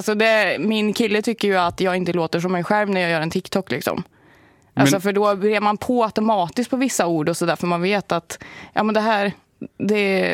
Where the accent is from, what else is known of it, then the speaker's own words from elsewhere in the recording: Värmland, Sweden; jag är från Värmland liksom, så då kan jag bre på det lite grann.